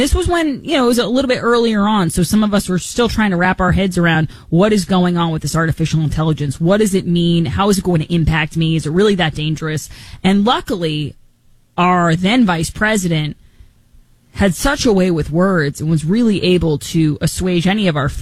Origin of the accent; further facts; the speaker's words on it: California, United States; I wouldn't run because no one wants that, and we're both from California.